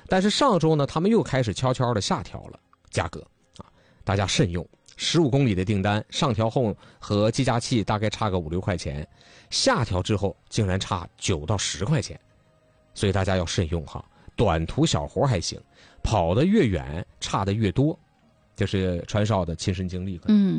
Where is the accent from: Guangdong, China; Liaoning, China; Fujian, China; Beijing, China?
Liaoning, China; Dalian; 但是只针对外地人，说针对我们大连人还得收费。